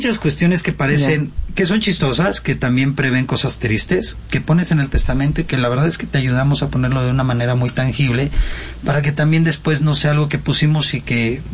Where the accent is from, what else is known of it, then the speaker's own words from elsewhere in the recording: Mexico; porque como buenos mexicanos, dejamos todo al final